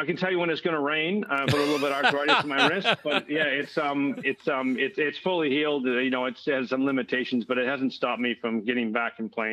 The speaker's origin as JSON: {"language": "English", "country": "Canada", "tie": "born or raised there", "moved": "as an adult", "lives_now": "Adelaide, Australia", "said": "And then when I grew up in Canada, when I was in my 20s playing in those small towns, there was 50,000 people and there was six rinks."}